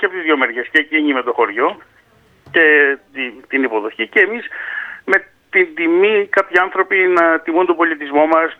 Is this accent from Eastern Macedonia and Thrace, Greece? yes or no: no; Mytilene, North Aegean, Greece; also born or lived in Vatousa, Lesbos; μεγάλωσα στη Μυτιλήνη στην πόλη